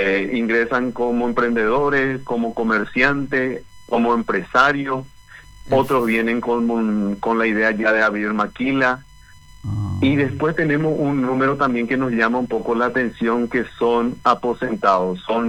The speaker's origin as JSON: {"language": "Spanish", "country": "Paraguay", "said": "Todo lo que nosotros hacemos como paraguayos"}